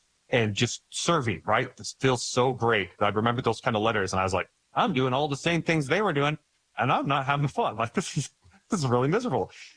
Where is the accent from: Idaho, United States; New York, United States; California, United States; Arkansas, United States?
Idaho, United States; born or raised there